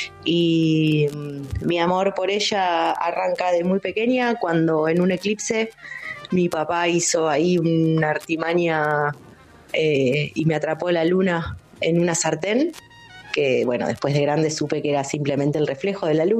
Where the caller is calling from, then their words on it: Buenos Aires, Argentina; de Floresta